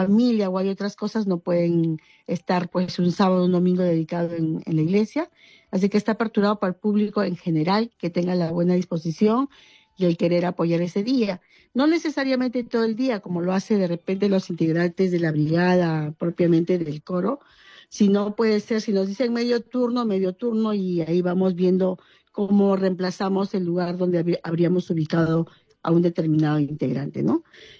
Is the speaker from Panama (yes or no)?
no; Peru